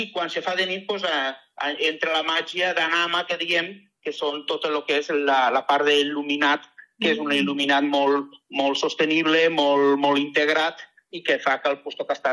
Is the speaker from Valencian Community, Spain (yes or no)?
yes; Rossell, Valencian Community, Spain; vam considerar que Rossell era un bon lloc, perquè nosaltres som de Rossell, per fer una miqueta de territori i de pertenència.